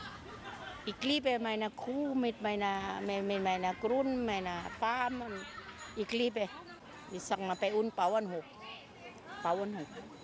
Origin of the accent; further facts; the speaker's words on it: Thailand; German is a second language; In Pension gehe in Thailand, bleibe in Thailand leben. Ja, ist meine Heimat.